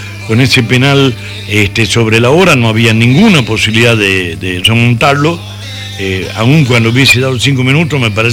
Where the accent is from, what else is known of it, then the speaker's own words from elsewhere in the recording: Chilecito, La Rioja, Argentina; siempre te preguntan, che, por la tonada, ¿dónde se vos? Siempre nos dicen, ¿son de Catamarca? No, somos de La Rioja, de Chilecito. Uno me dice, ¿de Chile vienen ustedes? No, de Chilecito, de La Rioja. Ah, yo creí que venían del país de Chile. No, somos de Chilecito.